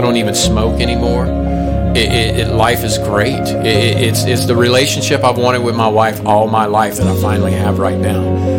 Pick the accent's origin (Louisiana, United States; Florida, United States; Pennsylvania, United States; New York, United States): Louisiana, United States; I grew up here in Louisiana. It's the Deep South all my life. My dad worked in the oil field, so he was going all the time. We were raised Catholic